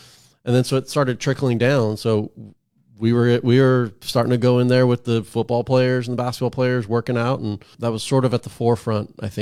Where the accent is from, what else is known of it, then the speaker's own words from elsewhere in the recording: Hawaii, United States; moved away as an adult; Born and raised in Hawaii. Yeah. I mean, I was obviously … is not really a Hawaiian name.